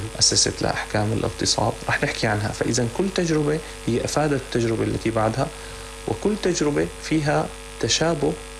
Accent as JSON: {"language": "Arabic", "country": "Syria", "said": "عندنا بسوريا"}